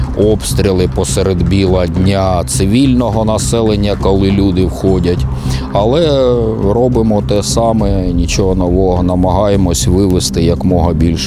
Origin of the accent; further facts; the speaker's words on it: Chasiv Yar, Donetsk Oblast, Ukraine; Я з Донеччини, з часів Яру.